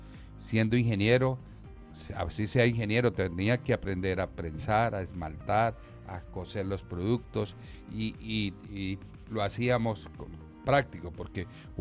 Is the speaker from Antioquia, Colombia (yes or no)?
no; Tibú, Norte de Santander, Colombia; mi niñez fue en Tibú y las casas eran de terniz y en esa época hacía mucho calor